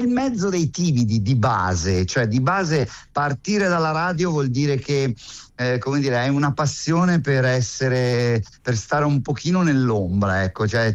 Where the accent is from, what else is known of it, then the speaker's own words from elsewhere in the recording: San Donato Milanese, Lombardy, Italy; io vengo da Metanopoli, sono un figlio del proprio del cane a sei zampe.